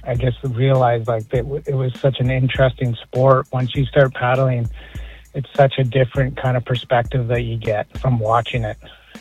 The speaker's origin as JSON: {"language": "English", "region": "British Columbia", "country": "Canada", "said": "I come from the Stamenas First Nations"}